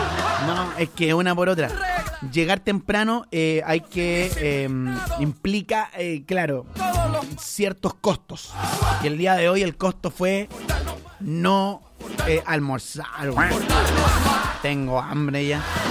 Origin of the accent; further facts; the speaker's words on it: Chile; Tan negativos que somos los chilenos.